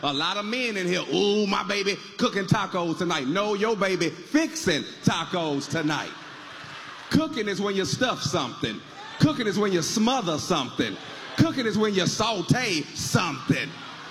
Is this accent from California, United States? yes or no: no; Houston, Texas, United States; I'm from Houston, Texas. I'm from H-Town.